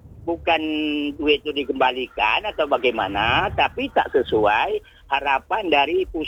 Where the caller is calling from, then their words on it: Tanjung Pinang, Riau Islands, Indonesia; di Kota Tanjung Pinang ini lautnya kecil, nelayannya sedikit.